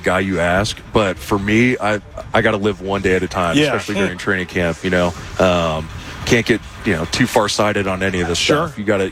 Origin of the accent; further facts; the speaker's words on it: Milwaukie, Oregon, United States; I usually say I'm from Portland